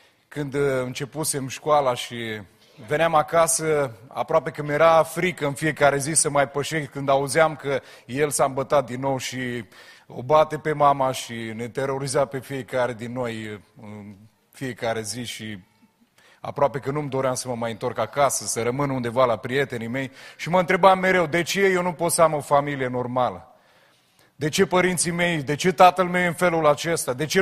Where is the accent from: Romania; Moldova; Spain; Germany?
Romania; Constanța, Constanța County; moved away as an adult; now in Onești, Romania; Eu m-am născut la Constanța, deși actualmente locuiesc la Onești.